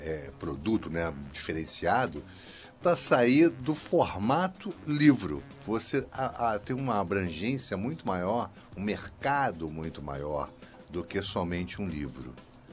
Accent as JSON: {"language": "Portuguese", "town": "Niterói", "region": "Rio de Janeiro", "country": "Brazil", "said": "Eu sou de Niterói."}